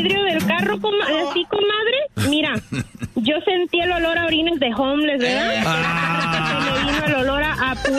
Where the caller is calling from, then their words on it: Maryland, United States; Desde Maryland